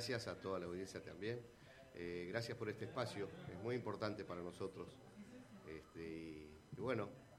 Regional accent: Cipolletti, Río Negro, Argentina; Nacido acá en Cipolletti, criado y malcriado.

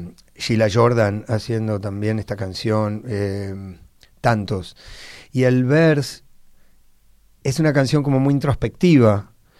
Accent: Buenos Aires, Argentina; me habla también de mi apego a mi ciudad, que es Buenos Aires.

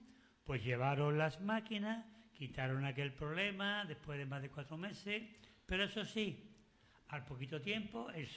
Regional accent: Seville, Andalusia, Spain; now in Sanlúcar de Barrameda, Spain; Yo soy sevillano, trianero, pero a mí me une, como dice, el cordón umbilical, ¿no? El agua de Sevilla con la desembocadura del Guadalquivir en Sanlúcar de Barrameda. Y llevo yo ya aquí pues más de 45 años en Sanlúcar, sin querer.

